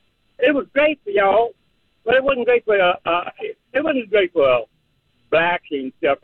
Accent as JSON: {"language": "English", "region": "the South", "country": "United States", "tie": "born there", "said": "I'm 73 years old. I was born in the South."}